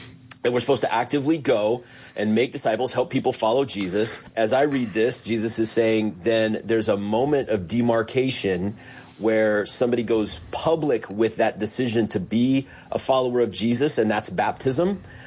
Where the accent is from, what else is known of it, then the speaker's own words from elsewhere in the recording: Pacific Northwest, United States; moved away as an adult; also born or lived in California / Idaho / Nevada; now in Sioux Falls, United States; I grew up in the Northwest, in Oregon and Washington. Went to school up there. Went to seminary in the Bay Area in California.